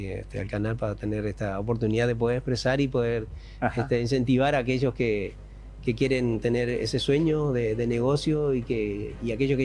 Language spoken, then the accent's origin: Spanish; Uruguay; moved away as an adult; now in Paraguay; Ya soy más paraguayo que uruguayo.